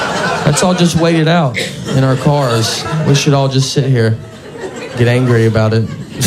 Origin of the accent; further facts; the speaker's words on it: the South, United States; growing up in the South, no one honks their horn ever